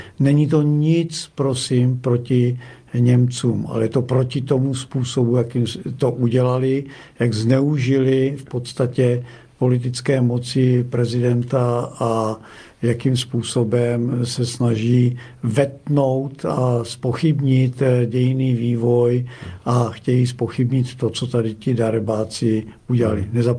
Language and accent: Czech; South Moravian Region, Czechia; já pocházím z Jihomoravského kraje a vím, že naprostá většina občanů Jihomoravského kraje si to nepřeje